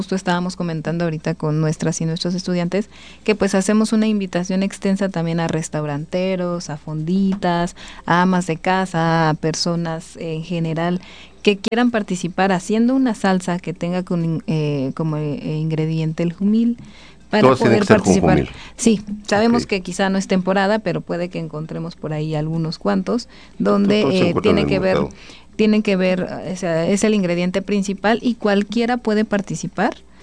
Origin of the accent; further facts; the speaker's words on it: Guerrero, Mexico; Son muy pocos los que somos de Guerrero